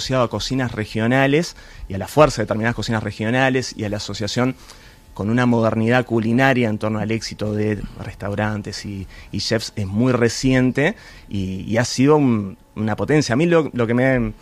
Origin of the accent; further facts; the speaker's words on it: Montebelluna, Veneto, Italy; Soy de Montebelluna, que es una ciudad pequeña cerca de Treviso.